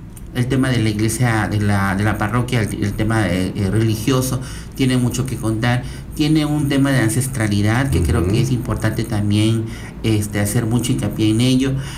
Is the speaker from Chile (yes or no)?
no; Tamulté de las Sabanas, Tabasco, Mexico